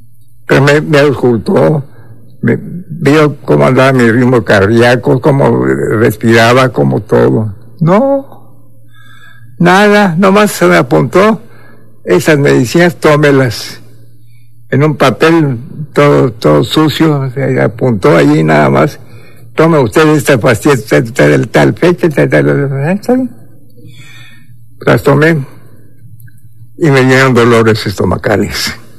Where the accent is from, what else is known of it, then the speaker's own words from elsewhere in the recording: Mexico; y no soy malinchista, soy más mexicano que las que los meros chiles de nogada.